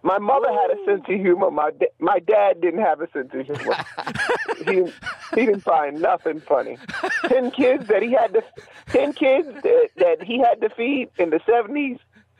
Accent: New York, United States; because I'm from New York, I would like to see the Mets win.

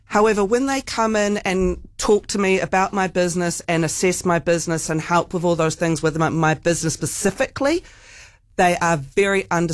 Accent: Wellington, New Zealand; Oh, I really want to say Kapiti, but I would say I'm from New Zealand and then Wellington.

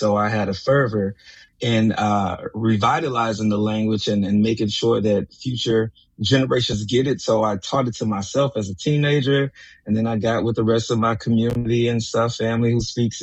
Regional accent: Baton Rouge, Louisiana, United States; I am a little boy born and raised in Baton Rouge. I'm a Louisiana Creole. Typically, when we think about Creole, we don't typically think about Baton Rouge, but we're there.

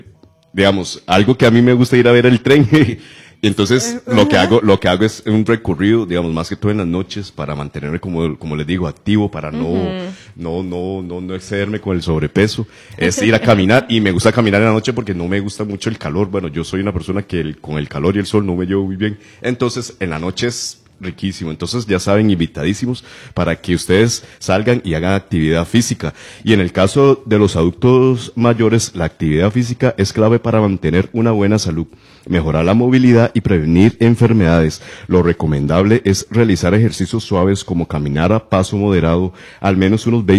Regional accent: Tibás, San José, Costa Rica; yo soy de Tibás y yo vivo por la zona de Cuatro Reinas, ahí se llama la Residencia de las Rosas

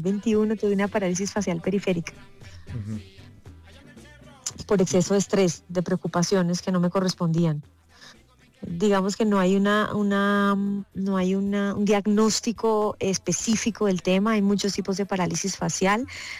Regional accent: Caribbean coast, Colombia; Yo soy costeña

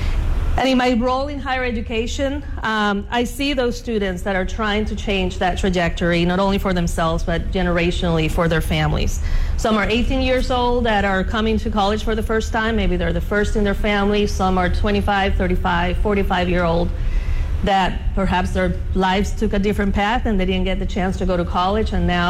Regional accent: Venezuela; moved away; growing up in Venezuela

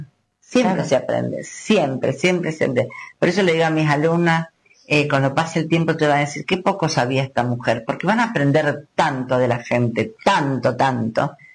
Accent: Argentina; así somos los argentinos

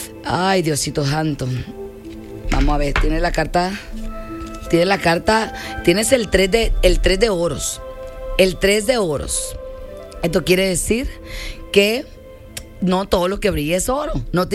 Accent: Venezuela; después de que la predicción se la doy aquí en el 811-2200925.

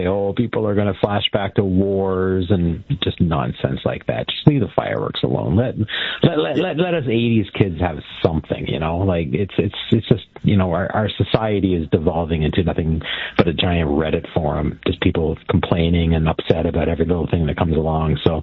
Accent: Brampton, Ontario, Canada; You know, when I was a kid, you know, I grew up in Brampton, sorry.

